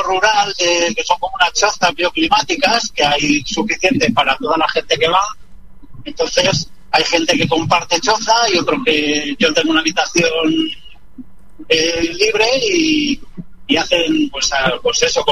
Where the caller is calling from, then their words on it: Madrid, Community of Madrid, Spain; Yo vengo de Madrid